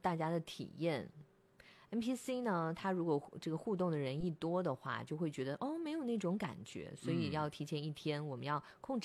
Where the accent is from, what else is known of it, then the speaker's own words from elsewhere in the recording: Hunan, China; 因为我是湖南人，所以我的电话号码是尾号是0731。